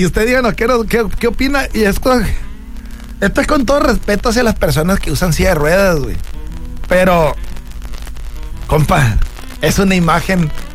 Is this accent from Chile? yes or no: no; Mexico